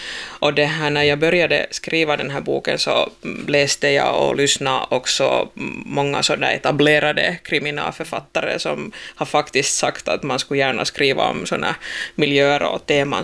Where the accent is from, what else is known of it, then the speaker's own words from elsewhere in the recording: Perniö, Southwest Finland, Finland; now in Karis, Finland; jag sa ju att jag är från Bjärnå